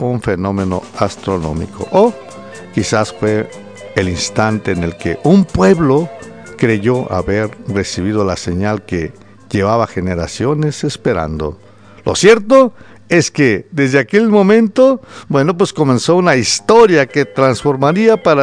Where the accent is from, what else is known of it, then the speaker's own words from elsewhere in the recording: Mexico; los que somos mexicanos